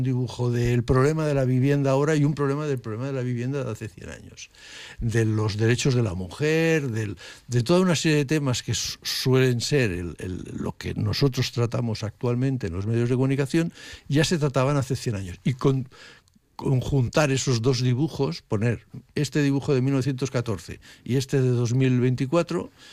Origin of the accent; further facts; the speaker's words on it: Barcelona, Catalonia, Spain; yo que vengo de fuera y que soy de Barcelona